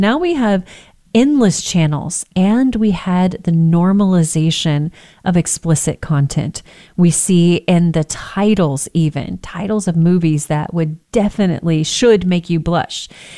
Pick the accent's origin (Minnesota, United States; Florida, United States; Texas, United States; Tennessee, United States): Texas, United States; I grew up in Texas. That was a thing.